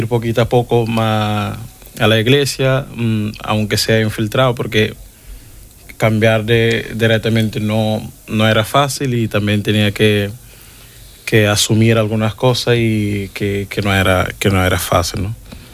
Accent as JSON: {"language": "Spanish", "town": "Mindelo", "region": "São Vicente", "country": "Cape Verde", "second_language": "Spanish", "moved": "as an adult", "said": "soy de Cabo Verde y de la diócesis de Mindelo. Cabo Verde tenemos dos diócesis. Soy de la diócesis de Mindelo, estoy aquí estudiando porque mi obispo me mandó."}